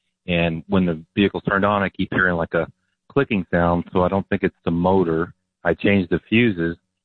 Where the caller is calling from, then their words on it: Boerne, Texas, United States; in Bernie, Texas.